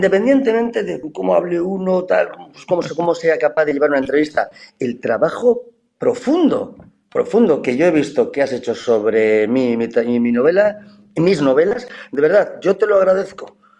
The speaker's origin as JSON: {"language": "Spanish", "town": "Bilbao", "region": "Basque Country", "country": "Spain", "said": "Como buen bilbaíno del Atlético de Bilbao."}